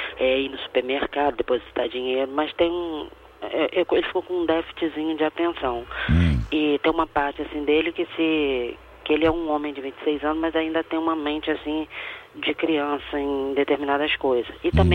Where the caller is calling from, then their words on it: Barra de São João, Rio de Janeiro, Brazil; Eu falo de Barra de São João, município de Casimiro de Abreu, estado do Rio de Janeiro.